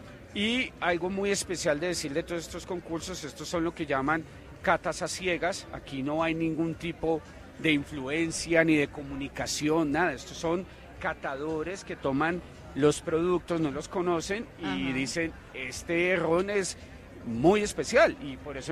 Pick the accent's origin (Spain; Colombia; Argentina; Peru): Colombia; pues es representativo de lo que somos los colombianos, ¿sí?